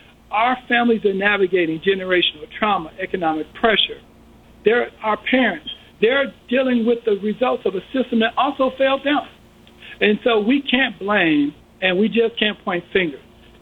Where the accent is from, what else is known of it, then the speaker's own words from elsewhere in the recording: Chicago, Illinois, United States; I grew up on the West Side. I grew up in Austin. My family moved there in 1970 when I was one.